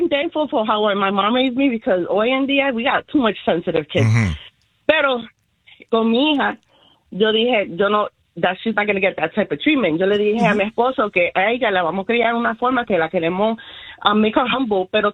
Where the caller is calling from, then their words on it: Puerto Rico; Como hija puertorriqueña